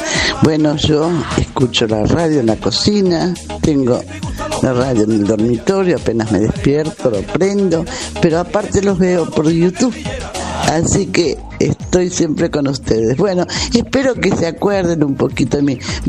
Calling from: Buenos Aires, Argentina; de Montecastro

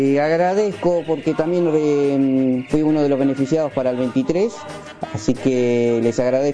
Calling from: Tablada, Buenos Aires Province, Argentina; Buen día, ¿qué tal? … acá de Tablada … como siempre escuchándolos.

